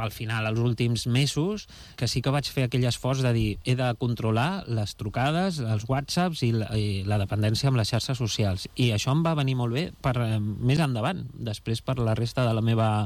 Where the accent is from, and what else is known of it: Badalona, Catalonia, Spain